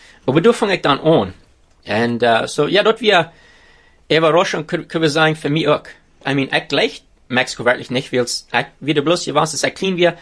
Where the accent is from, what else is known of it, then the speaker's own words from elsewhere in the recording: Ontario, Canada; Ich komme von hierher. Ja, ich sehe geboren und abgewachsen in dieser Gegend. Zwischen Eden und Strafenville, du hast viele Jahre gewohnt